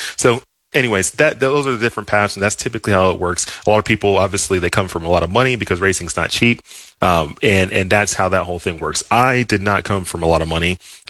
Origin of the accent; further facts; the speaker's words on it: Dallas, Texas, United States; So anyways, I grew up in Dallas, Texas. Both of my parents immigrated from Nigeria to the U.S. In the early 80s.